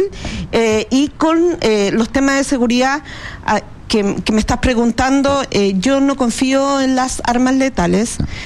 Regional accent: Chile; es que estamos sintiendo que somos chilenos de segunda categoría.

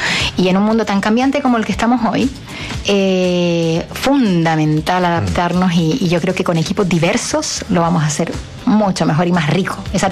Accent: Canary Islands, Spain; now in Chile; yo vengo de Canarias, en España, y ¿sabes que allí no, el Día del Niño no es tan importante como aquí para nada?

